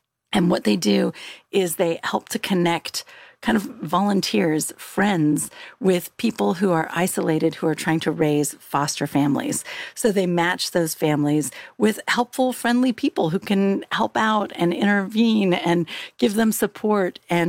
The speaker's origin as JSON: {"language": "English", "town": "Pope Valley", "region": "California", "country": "United States", "tie": "born or raised there", "said": "I grew up near Middletown in Pope Valley, California."}